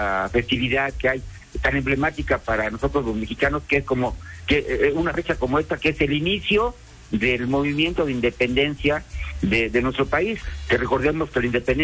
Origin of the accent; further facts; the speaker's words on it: Mexico; tomando en cuenta, digo, como somos los mexicanos